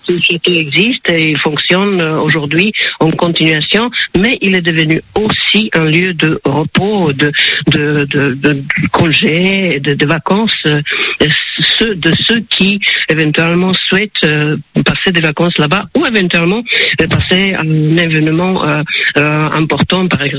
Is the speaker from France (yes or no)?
no; Bratislava, Bratislava Region, Slovakia; French is a second language; moved away; also born or lived in Czechoslovakia; employé à l'Académie de sciences de mon pays d'origine, ancien Tchécoslovaquie qui n'existe plus, à Bratislava, en Slovaquie, dans la capitale